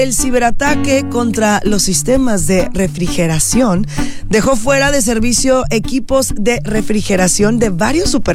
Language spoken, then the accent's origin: Spanish; Sinaloa, Mexico; soy de Sinaloa, nosotros nacimos listos.